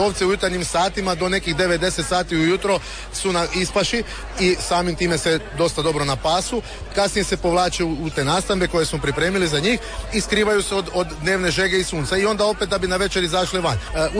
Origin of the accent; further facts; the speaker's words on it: Croatia; kod nas na Pagu